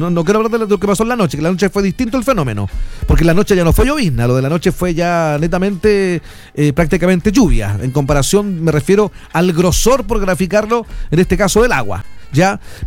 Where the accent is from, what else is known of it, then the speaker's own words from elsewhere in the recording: northern Chile, Chile; nosotros que somos del norte de Chile